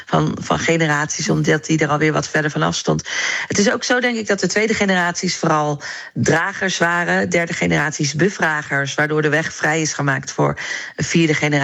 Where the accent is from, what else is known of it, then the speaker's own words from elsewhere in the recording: Netherlands; Er werden vragen gesteld, waar kom je vandaan? Terwijl ik dacht, ik kom toch gewoon uit Nederland. Maar opa en oma kwamen dan ergens anders vandaan.